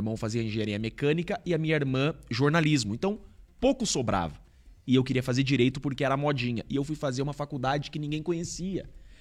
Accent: Curitiba, Paraná, Brazil; born there; Eu sou nascido em Curitiba. Meu pai é nascido em Bela Vista do Paraíso, que é do lado de Londrina, e a minha mãe é nascida em Paranaguá.

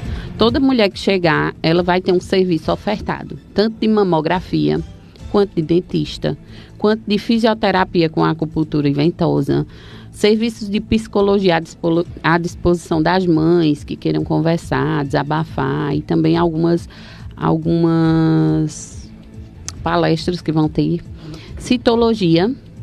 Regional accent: São Paulo, Brazil; now in Toritama, Brazil; Sou de São Paulo, mas moro aqui há muitos anos.

